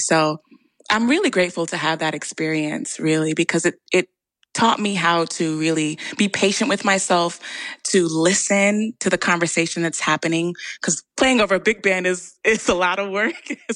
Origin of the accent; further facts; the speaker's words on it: United States; also born or lived in Jamaica (family heritage); now in New York, United States; growing up in a Jamaican household and experiencing being an American from a different lens